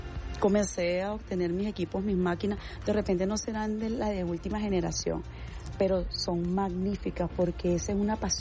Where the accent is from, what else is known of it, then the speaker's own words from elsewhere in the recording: Barquisimeto, Lara, Venezuela; moved away as an adult; now in Caracas, Venezuela; Y me vine de Barquisimeto porque mi esposo está acá.